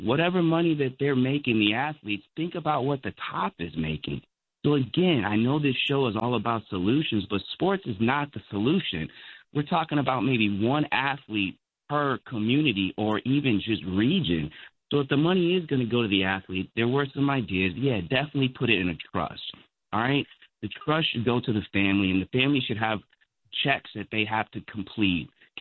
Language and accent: English; Chicago, Illinois, United States; You know, I grew up in Chicago. We had organized baseball, but again, it's just the disinvestment, right?